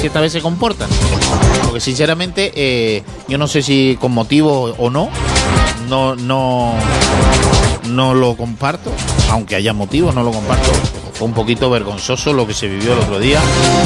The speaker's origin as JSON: {"language": "Spanish", "region": "Canary Islands", "country": "Spain", "said": "Creo que no refleja la afición al fútbol aquí en Canarias."}